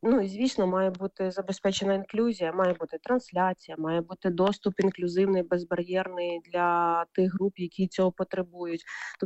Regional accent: Kyiv, Ukraine; я це як киянка сприйняла

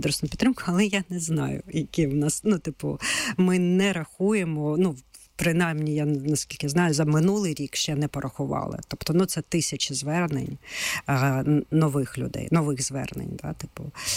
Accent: Luhansk, Luhansk Oblast, Ukraine; я сама з Луганська.

